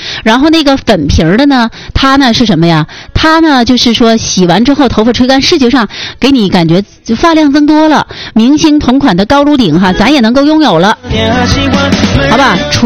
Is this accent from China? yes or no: yes; Northeast China, China; 咱们东北人